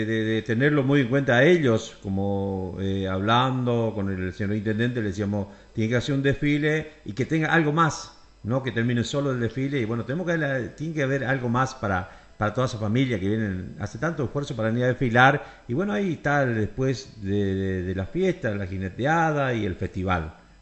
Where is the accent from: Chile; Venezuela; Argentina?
Argentina; Corrientes; somos correntinos.